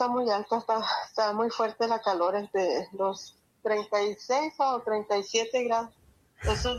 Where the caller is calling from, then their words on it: Tecate, Baja California, Mexico; del colectivo Madres Hasta Encontrarte, Tecate, Baja California.